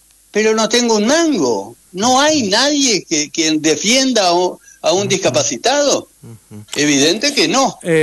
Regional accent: Victoria, Entre Ríos, Argentina; ya tengo 74 años, no tengo más vida para litigar eso. Yo me crié en Victoria, Entre Ríos, fui a la escuela del Camino Blanco. A caballo iba desde Quito Cuartel hasta...

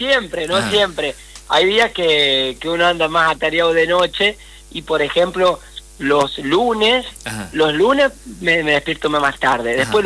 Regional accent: Sebastián Elcano, Córdoba, Argentina; es nativo de mi pueblo, de Sebastián Elcano.

